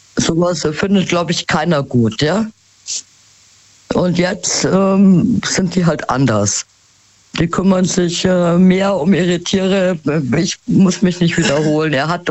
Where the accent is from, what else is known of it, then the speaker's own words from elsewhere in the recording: Munich, Bavaria, Germany; born there; Aber ich komme gebürtig aus München, ja?